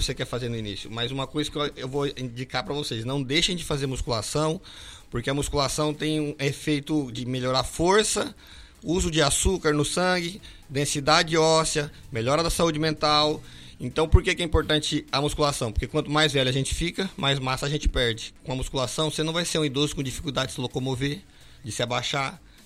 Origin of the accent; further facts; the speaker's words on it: Cacoal, Rondônia, Brazil; also born or lived in Vilhena; Eu sou de Cacoal, nascido aqui em Cacoal, morei por alguns anos em Vilhena, mas eu sempre fui apaixonado por esse lugar.